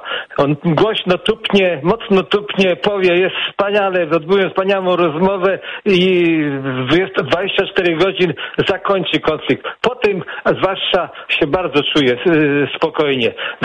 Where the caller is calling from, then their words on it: Płock, Masovian Voivodeship, Poland; ja mieszkam w Płocku, nie mieszkam w Monteverde, czy gdzieś tam w Mar-a-Lago. Mieszkam w Polsce Centralnej